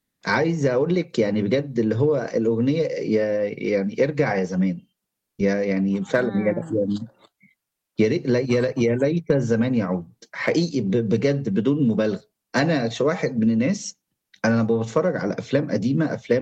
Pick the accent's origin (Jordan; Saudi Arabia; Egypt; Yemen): Egypt; مش بتكلم احنا هنا كبس كمصريين، لا انا بتكلم كعرب او كشرق اوسط